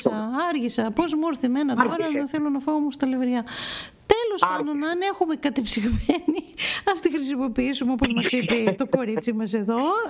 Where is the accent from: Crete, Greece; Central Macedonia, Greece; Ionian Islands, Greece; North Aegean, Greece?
Central Macedonia, Greece; Pandrosos; εμείς που είμαστε από την Πάνδροσο, μιλάμε για τον Καρνουβούνι, ο οποίος έχει υποστεί πάρα πολλές ζημιές.